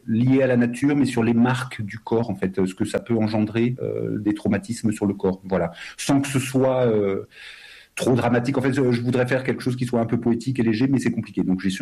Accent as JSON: {"language": "French", "country": "France", "said": "je suis né de parents étrangers, je suis ici, je suis français"}